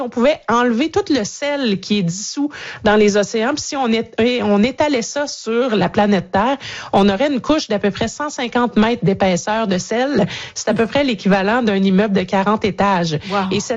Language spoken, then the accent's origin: French; Canada; Chez nous, au Canada